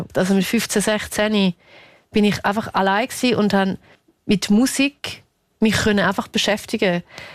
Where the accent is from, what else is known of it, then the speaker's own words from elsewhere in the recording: Niederuzwil, St. Gallen, Switzerland; weil ich bin in Niederutzwil geboren und aufgewachsen.